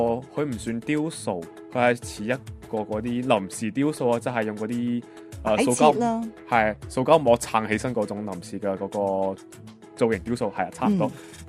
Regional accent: Macau

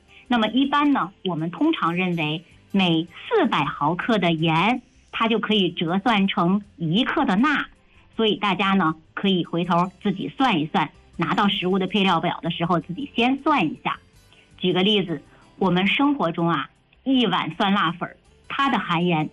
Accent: northern China, China; 我们北方人啊都喜好偏咸口

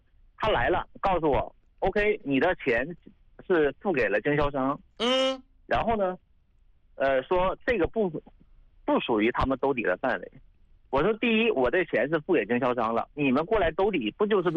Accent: Zhuhai, Guangdong, China; 珠海的，

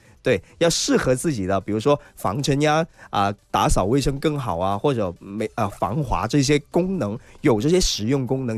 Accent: Guangdong, China; 啊，我们广东人老是说一分钱一分货

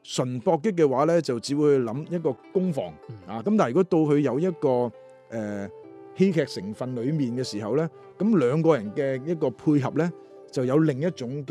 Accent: Macau; 我本身係雖然澳門人啫

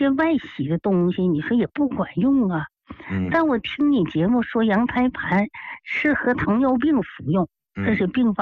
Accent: Jilin, China; 哎，我是吉林的，我今年呢66岁。

